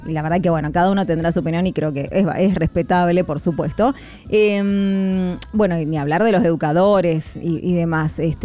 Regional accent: Argentina; nosotros como argentinos

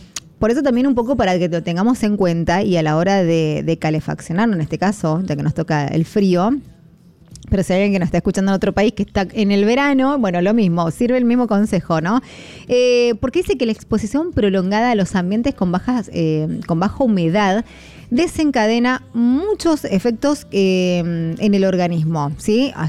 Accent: Mendoza, Argentina; Qué mal que nos hace el viento sonda, o no, a los mendocinos. Por más que somos de Mendoza, vivimos aquí en Mendoza y estaríamos supuestamente acostumbrados al viento sonda.

